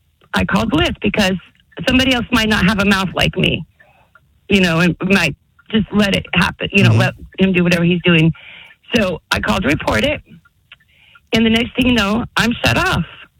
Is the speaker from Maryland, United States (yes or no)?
no; Las Vegas, Nevada, United States; I'm 57 years old. I know my way around, and I was raised in Vegas.